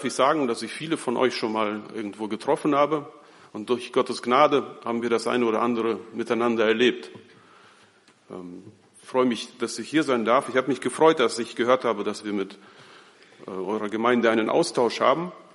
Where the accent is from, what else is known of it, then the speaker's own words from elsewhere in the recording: Bünde, North Rhine-Westphalia, Germany; ich komme aus Bünde